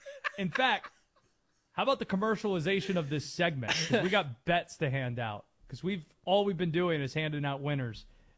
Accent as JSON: {"language": "English", "town": "Baltimore", "region": "Maryland", "country": "United States", "tie": "born there", "said": "I was born in Baltimore"}